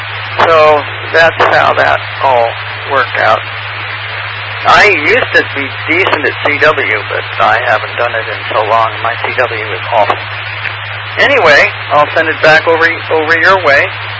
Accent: Los Angeles, California, United States; moved away; also born or lived in Maryland; I lived in Maryland at the time. But I'm originally from California, the LA area

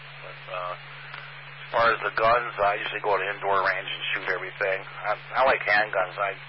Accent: Wisconsin, United States; moved away as an adult; I'm originally from Wisconsin, and my wife is originally from Minnesota, so kind of used to the woods. But we've been down here about 20 years or so.

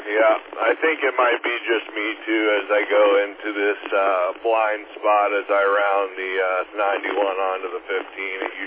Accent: Nashville, Tennessee, United States; moved away; Yeah, I'm a Nashville boy. I grew up there in Middle Tennessee, not too far, so.

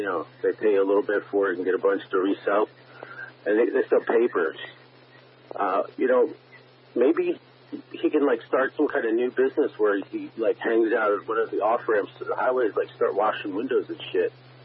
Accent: New Jersey, United States; I'm back, you know, I'm from Jersey.

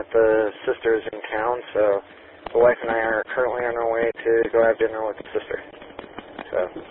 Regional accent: California, United States; moved away; I'm originally from very rural Northern California.

